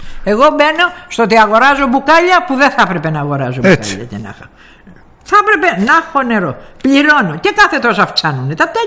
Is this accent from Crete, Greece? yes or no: no; Zakynthos, Ionian Islands, Greece